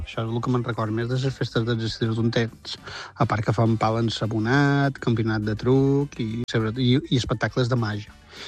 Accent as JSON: {"language": "Catalan", "town": "Sóller", "region": "Balearic Islands", "country": "Spain", "tie": "born or raised there", "said": "En el meu cas, tinc festes de barriada, i a Sóller n'hi ha moltes, que jo som de Sóller."}